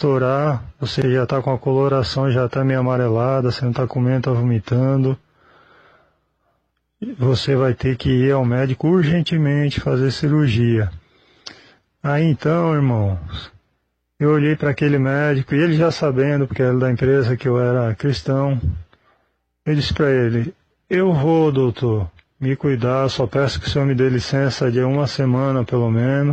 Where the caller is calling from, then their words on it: Penha, Santa Catarina, Brazil; sou aqui da cidade de Penha, Santa Catarina, ok?